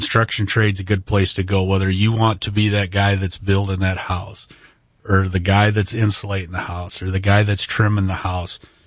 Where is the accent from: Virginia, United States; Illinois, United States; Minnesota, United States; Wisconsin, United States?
Minnesota, United States; now in Sioux Falls, United States; Sioux Falls, obviously I didn't grow up here. I grew up in Southwest Minnesota, but close to Sioux Falls